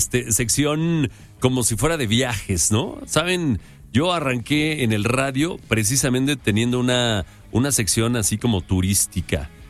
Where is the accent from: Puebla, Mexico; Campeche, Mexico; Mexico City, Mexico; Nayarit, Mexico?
Mexico City, Mexico; para nosotros los chilangos